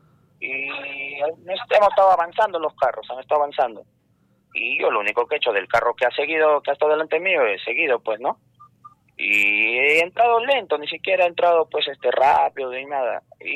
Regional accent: Trujillo, La Libertad, Peru; yo no soy de acá, soy de Trujillo. He venido de visita a Arequipa.

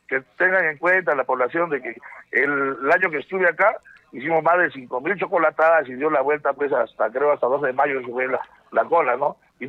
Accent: Arequipa, Peru

